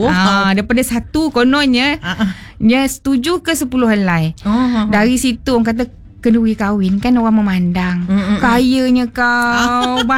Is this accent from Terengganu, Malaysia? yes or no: no; Malacca, Malaysia; now in Sarawak, Malaysia; Kami berasal dari orang Melaka. Kami orang Melaka. Kami dah duduk Sarawak tu sejak 2012.